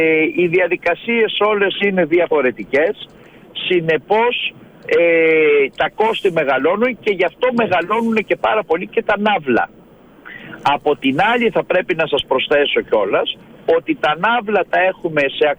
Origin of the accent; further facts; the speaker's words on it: Greece; εμείς ως Έλληνες